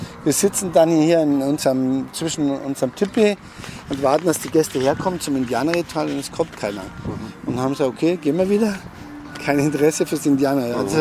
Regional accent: Tüßling, Bavaria, Germany; Ich komme aus Tüßling, das ist bei Altötting.

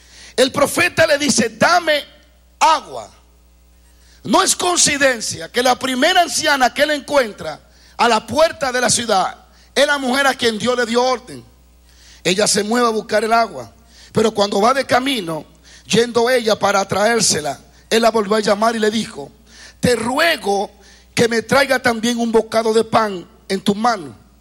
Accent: Dominican Republic; yo hablo como dominicano

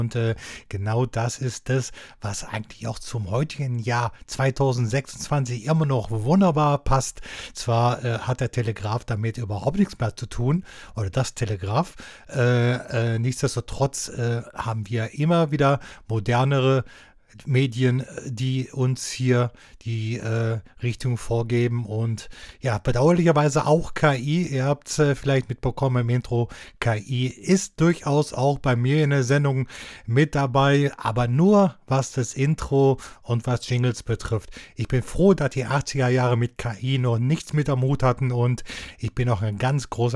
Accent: West Germany, Germany; ich bin Wessi

